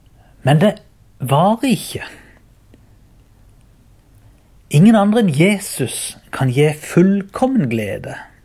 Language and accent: Norwegian; Byremo, Agder, Norway